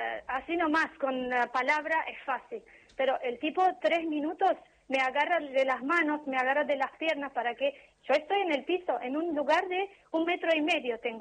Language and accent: Spanish; Armenia; now in Argentina; Yo soy armenia.